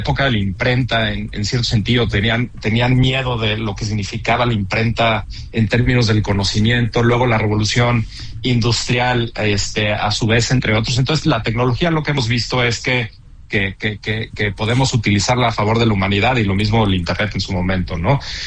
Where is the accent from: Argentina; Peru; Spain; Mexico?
Mexico; yo que vivo en México